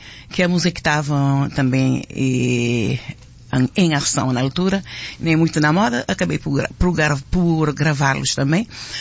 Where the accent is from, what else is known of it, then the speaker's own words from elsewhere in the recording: Praia, Santiago, Cape Verde; moved away as an adult; also born or lived in Fogo Island, Cape Verde; now in East Providence area, United States; Eu sou natural da Ilha do Fogo, Nossa Senhora da Conceição. Cresci na praia, Ilha de Santiago, Cabo Verde. E agora vivo aqui há 11 anos.